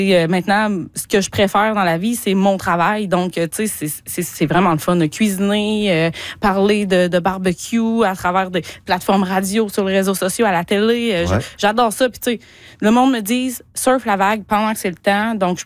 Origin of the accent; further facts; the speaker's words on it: Quebec, Canada; moi, j'ai cuisiné de la viande sauvage toute ma vie, vu que je viens de l'Abitibi, en fait.